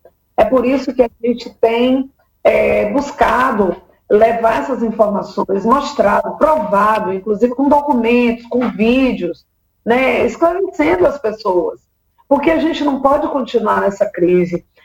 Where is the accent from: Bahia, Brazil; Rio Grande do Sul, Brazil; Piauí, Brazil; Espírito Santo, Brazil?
Bahia, Brazil; Eunápolis; born there; eu sou nascida em Eunápolis e quase nasci em Teixeira de Freitas, porque a minha mãe estava grávida e não podia sair de casa, e aí foi para Teixeira de Freitas visitar um tio meu.